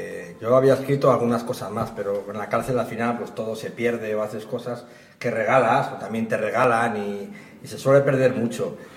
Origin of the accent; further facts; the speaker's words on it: León, Castile and León, Spain; moved away; also born or lived in Basque Country / Galicia; yo soy de León, nací en León y tengo mis recuerdos en León